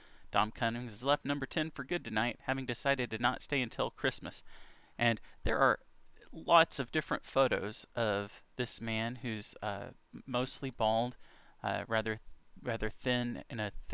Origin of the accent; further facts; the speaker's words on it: United States; as an American